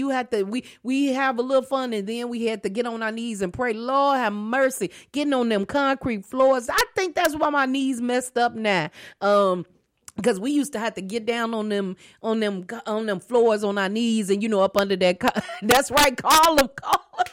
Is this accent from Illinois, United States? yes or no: yes; Chicago, Illinois, United States; and then our church that I grew up in Chicago, we had an afternoon broadcast